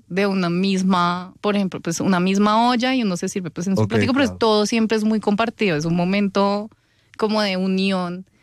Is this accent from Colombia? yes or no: yes; Colombia; entonces nosotras crecimos en Colombia